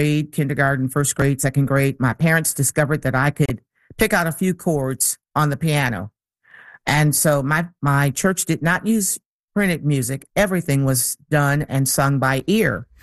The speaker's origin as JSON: {"language": "English", "region": "Michigan", "country": "United States", "tie": "born or raised there", "said": "I grew up in Michigan until I got married, 26 years. And my parents love to fish. And of course, Michigan is a Great Lake state."}